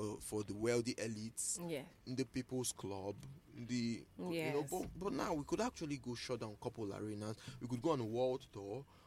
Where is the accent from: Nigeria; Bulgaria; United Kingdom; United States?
Nigeria; Igboland; I'm Nigerian.